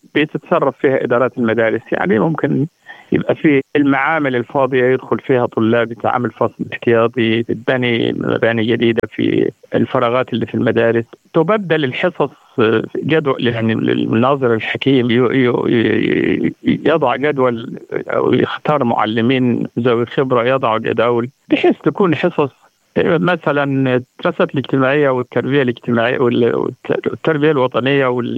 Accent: Shatura, Sohag Governorate, Egypt; أنا من قرية شطورة في محافظة سوهاج، من قريتي أكثر من 250 واحد واخدين دكتوراهات، وهي قرية بسيطة

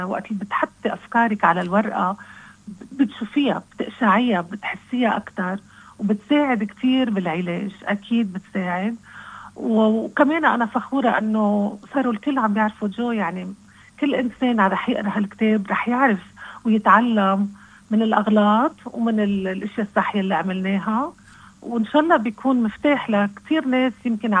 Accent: Lebanon; moved away as an adult; also born or lived in United States; يضلوا يفكروا مثل ما نحن بنفكر كلبنانية، يحبوا يرجعوا على الوطن، يكون عندهم إيمانهم نحن مسيحية موارنة

